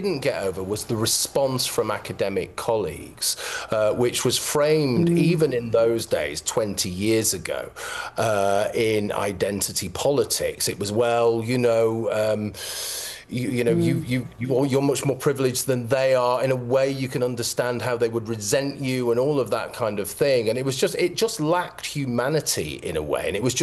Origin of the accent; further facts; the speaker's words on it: Manchester, North West England, United Kingdom; This was when I lived in Manchester. I'm from Manchester, and I was teaching at a university there.